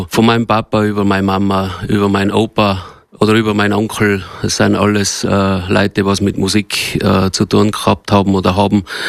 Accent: Ischgl, Tyrol, Austria; moved away as an adult; now in Buch in Tirol, Austria; ich bin Paznauner. Ich komme aus Ischgl, Maton. Bin mit der Familie aber letztes Jahr bereits ins Unterland gezogen, nach Buch in Tirol.

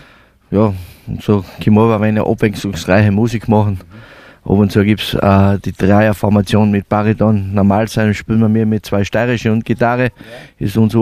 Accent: St. Peter am Kammersberg, Styria, Austria; Wir sind aus dem schönen Bezirk Mura, genau gesagt aus St. Peter am Kammersberg. Das grünste Herz von der Steiermark, St. Peter am Kammersberg, am Fuße des Kreimes. Der Kreim ist weit unbekannt. Da sind wir her. Ja, schöne Gegend, schöne Leute, kulinarisch gut aufgestellt

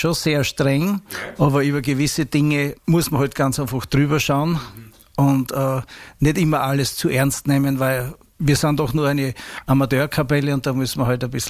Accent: Burgenland, Austria; Ich bin nämlich kein Steirer, sondern ich bin ein Burgenländer.

